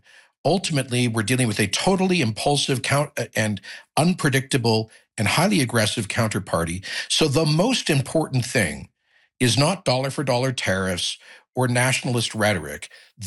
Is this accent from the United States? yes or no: no; Canada; Well, I actually kind of proud.